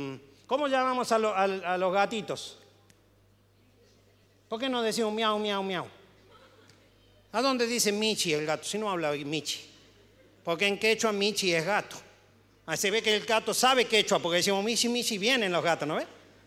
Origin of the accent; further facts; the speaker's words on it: Córdoba, Argentina; moved away; en mi caso como cordobés del interior, no de Córdoba capital, sino del interior, yo no sabía que mi papá usaba tantas palabras en quechua cuando yo crecí